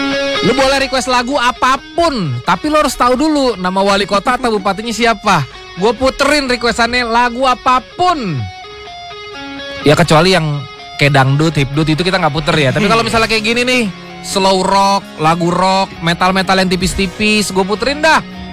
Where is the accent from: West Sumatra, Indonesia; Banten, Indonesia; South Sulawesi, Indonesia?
Banten, Indonesia; South Tangerang; Kalau gue tahu wali kota gue siapa, wakilnya siapa. Gue kan Tangsel.